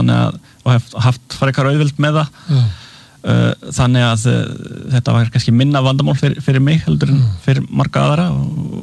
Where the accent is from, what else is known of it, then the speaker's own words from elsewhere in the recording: Massif Central, France; Icelandic is a second language; Já, ég frá litlu þorpi í suðaustur Frakklandi. Í Massif Central sem svona fjallgarður. Í rauninni vestan við Alpana. Í litlum bæ, svona cirka 2000 manna bæ.